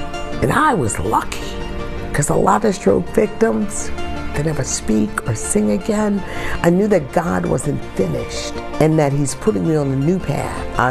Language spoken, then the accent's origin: English; Philadelphia, Pennsylvania, United States; I'm a 44-year radio vet. I grew up in South Philadelphia. I lived there practically all of my life.